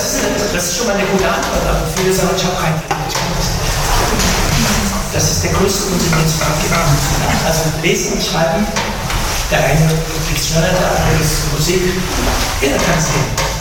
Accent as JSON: {"language": "German", "town": "Halle", "region": "Saxony-Anhalt", "country": "Germany", "tie": "born or raised there", "said": "Vielleicht wissen Sie es, meine Eltern waren Iraner. Ich bin hier groß geworden, übrigens von 0 bis 7 bin ich in Halle groß geworden. Ich bin in der ersten Klasse in Halle gewesen."}